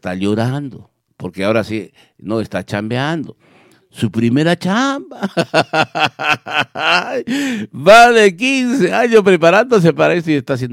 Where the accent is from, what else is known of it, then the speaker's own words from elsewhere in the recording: Peru; nosotros también somos peruanos